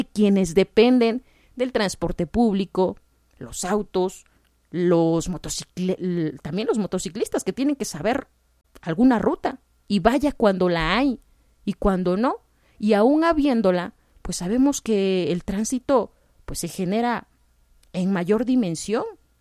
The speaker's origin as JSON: {"language": "Spanish", "region": "Oaxaca", "country": "Mexico", "said": "nosotros como oaxaqueños"}